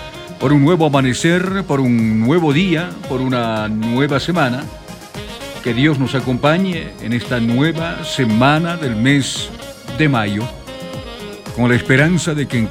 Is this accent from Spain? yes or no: no; Bolivia; Como estamos en Bolivia, somos bolivianos y bolivianas